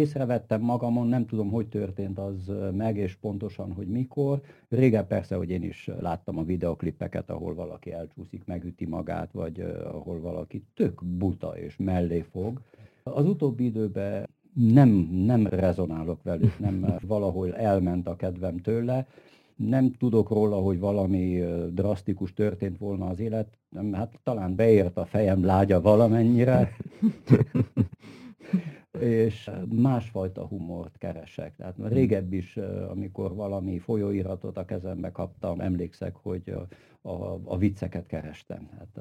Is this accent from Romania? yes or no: yes; Transylvania, Romania; És mi, mint erdélyiek, szerintem egy furcsa helyt vagyunk, mert itten összefolyt magyar, román, szláv, német, lengyel humor, zsidó humor